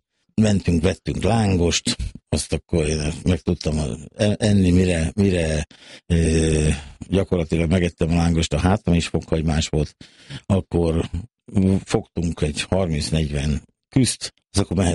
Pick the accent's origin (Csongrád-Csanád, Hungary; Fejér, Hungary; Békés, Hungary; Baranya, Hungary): Csongrád-Csanád, Hungary; Szentes; Szentesen nőttem fel